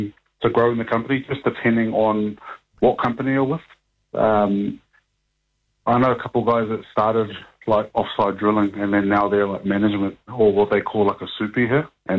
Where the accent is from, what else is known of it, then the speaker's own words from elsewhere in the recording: New Zealand; moved away as an adult; now in Australia; I think the really good thing about being a Kiwi coming to Australia is that you're pretty much just like, you're pretty much an Australian citizen